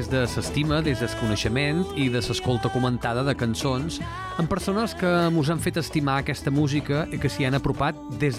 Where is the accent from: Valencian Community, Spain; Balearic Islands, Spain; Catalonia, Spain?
Balearic Islands, Spain; parlam de la música d'arrel i d'aquella que ens identifica com a menorquins, que forma part del repertori popular